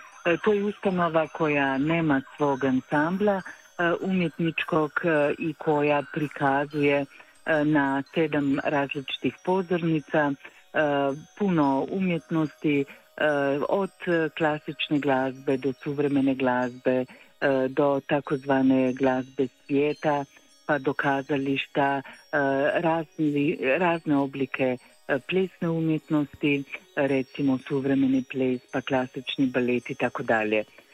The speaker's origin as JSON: {"language": "Croatian", "town": "Ljubljana", "country": "Slovenia", "tie": "born or raised there", "moved": "as an adult", "lives_now": "Zagreb, Croatia", "said": "Sada sam na dopustu u Ljubljani, tako da je to, mislim, to je moj rodni kraj u kojem sam živjela skoro 60 godina, a sada ga rijetko posjećujem"}